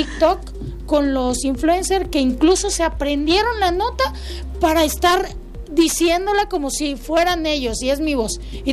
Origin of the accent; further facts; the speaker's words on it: Tabasco, Mexico; ¿cómo somos los tabasqueños? Somos irreverentes, somos alegres